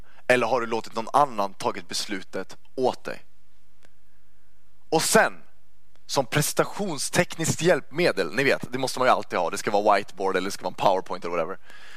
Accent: Uppsala, Uppsala County, Sweden; also born or lived in Stockholm; där jag kommer från, Uppsala.

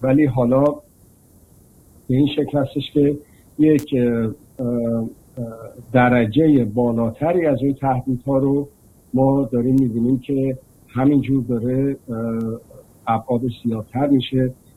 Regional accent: Iran; این دو تا کشور که به میهن ما تجاوز کردن،

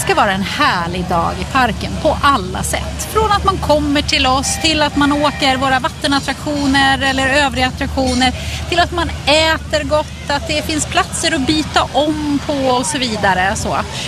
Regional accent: east coast, Sweden; now in Västergötland, Sweden; då ska jag åka till östkusten där jag kommer ifrån. Jag är inte från Västergötland

